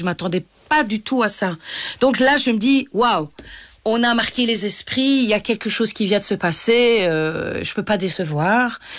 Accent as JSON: {"language": "French", "town": "Liège", "region": "Wallonia", "country": "Belgium", "said": "On vient de Liège, on est dans une petite ville."}